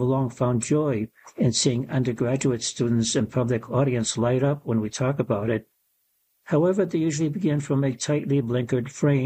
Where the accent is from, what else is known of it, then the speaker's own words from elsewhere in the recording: South East England, United Kingdom; Again, as a child growing up outside London, I learned next to nothing about the American Revolution and its global ripple effects.